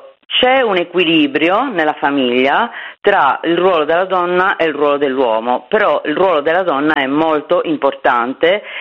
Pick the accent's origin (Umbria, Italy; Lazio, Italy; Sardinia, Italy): Sardinia, Italy; Io sono arrivata 6 anni fa, non sono nativa di questi luoghi, sono sarda ma non sono di Bonorva, non sono del Meiogu, e il mio primo obiettivo è stato quello di integrarmi